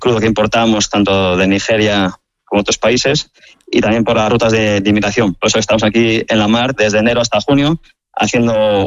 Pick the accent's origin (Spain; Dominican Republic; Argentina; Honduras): Spain; Como buenos españoles sabemos jugar todos.